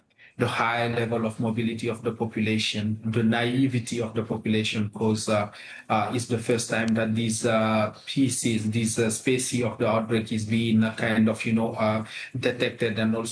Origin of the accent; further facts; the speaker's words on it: Guinea; I'm originally from Guinea, one of the count